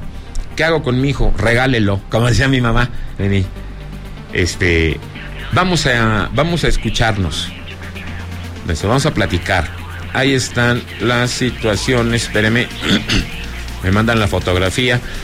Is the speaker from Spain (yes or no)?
no; Zacatecas, Mexico; aquí de mi tierra, Zacatecas